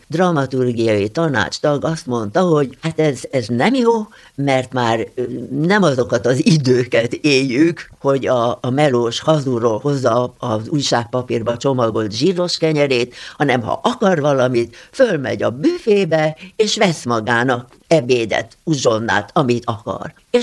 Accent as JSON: {"language": "Hungarian", "town": "Alsóörs", "region": "Veszprém County", "country": "Hungary", "tie": "born or raised there", "said": "én Alsősen együtt nőttem fel. Mert én gyerekkoromban a poros utakon jártam, és ott semmi nem volt szinte"}